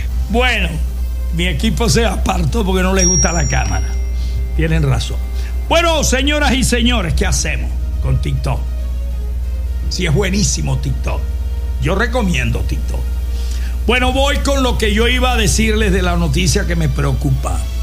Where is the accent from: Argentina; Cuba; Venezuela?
Venezuela